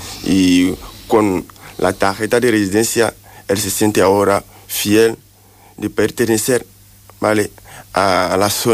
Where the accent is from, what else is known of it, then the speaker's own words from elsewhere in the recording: Jerez de la Frontera, Andalusia, Spain; Yo estoy de Jerez, soy de Jerez.